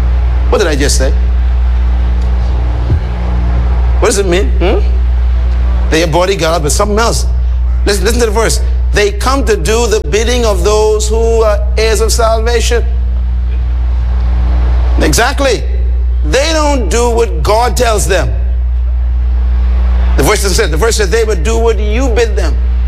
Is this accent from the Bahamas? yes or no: yes; Bahamas; In England, when I landed, nobody knew I was from the Bahamas.